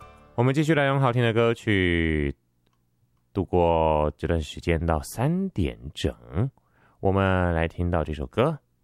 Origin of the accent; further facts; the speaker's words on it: Taichung, Taiwan; 呢也是蛮期待这样子的一个交通落成啦，